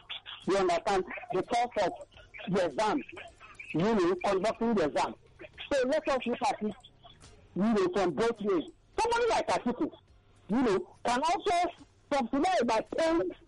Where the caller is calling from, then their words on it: Nigeria; I'm calling from Abaranja